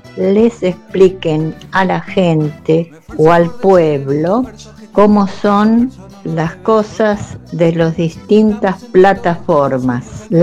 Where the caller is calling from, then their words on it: Caseros, Buenos Aires Province, Argentina; de Caseros.